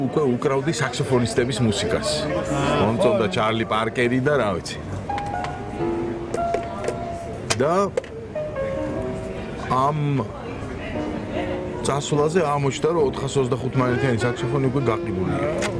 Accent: Tbilisi, Georgia; moved away as an adult; now in Berlin, Germany; მე თბილისში დავიბადე და გავიზარდე

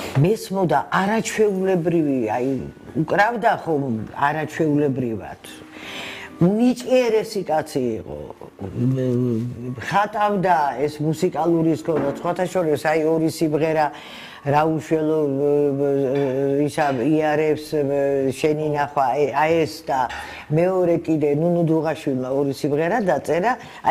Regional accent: Tbilisi, Georgia; born there; მე დავიბადე ბელისკის ქუჩაზე, ანუ ვერაზე, თარხიშვილის ქუჩაზე იმ სამშობიაროში

